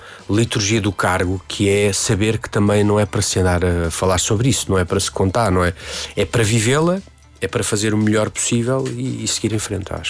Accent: Lisbon, Portugal; eu sou lisboeta, nasci em Lisboa, São Sebastião da Pedreira, como se dizia antiga, cresci nos Olivais

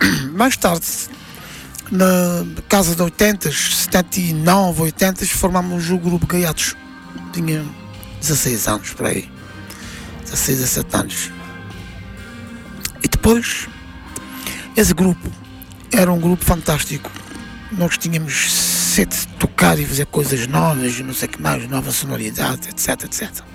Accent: Cape Verde; born there; moved away; Eu, quando saí de Cabo Verde

